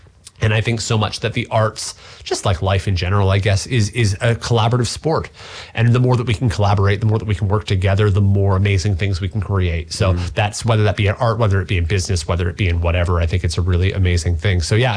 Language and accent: English; Canada; as a Canadian